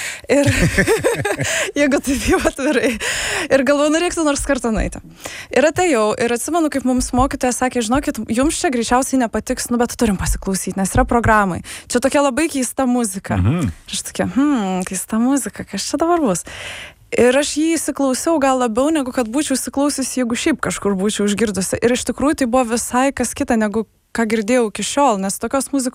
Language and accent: Lithuanian; Šiauliai, Šiauliai County, Lithuania; moved away; Ir šiaip aš užaugau Šiauliuose.